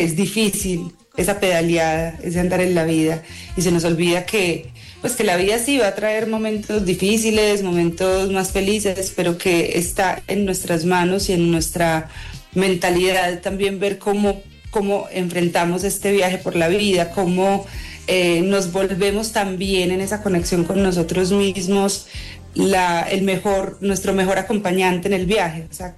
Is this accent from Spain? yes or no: no; Colombia; moved away; also born or lived in United States / Mexico; Luego yo me fui de Colombia, entonces también por eso muchas personas pasa, uno piensa que la gente no se va a olvidar de uno, pero yo creo que sí.